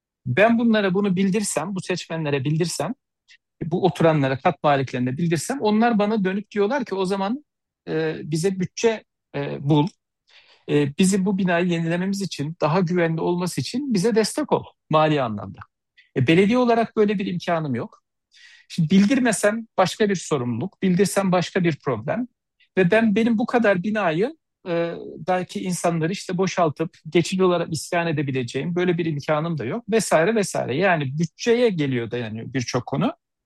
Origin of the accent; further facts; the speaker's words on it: Yahşihan, Kırıkkale, Turkey; Yakın zamanda ben de Kırıkkaleliyim. Maalesef benim memleketimden, Yahşihan ilçesinden